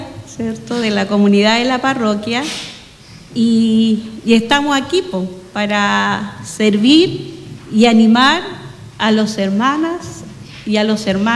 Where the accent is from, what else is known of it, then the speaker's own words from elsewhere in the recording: Chile; ¿ya? Mi lugar de donde vengo es de acá, de la comuna de Coihue.